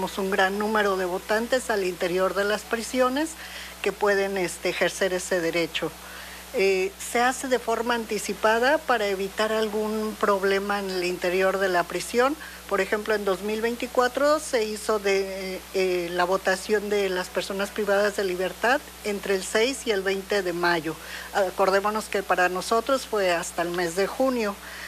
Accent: Mexico; a todos como mexicanos

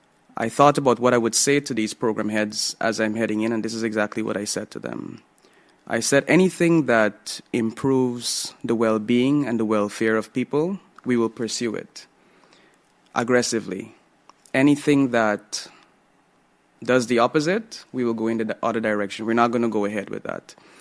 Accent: Demerara-Mahaica, Guyana; I'm from Commons Lodge

